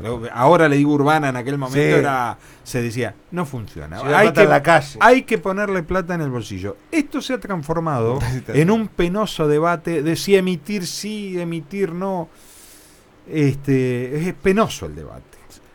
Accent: Argentina; Me paro como el tema, como argentino.

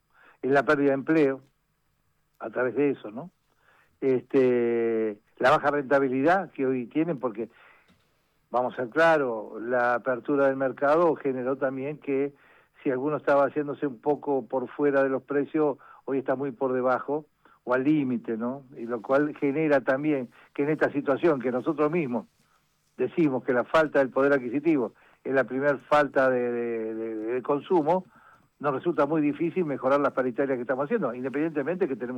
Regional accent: Rosario, Santa Fe, Argentina; Yo soy del Rosario, provincia de Santa Fe.

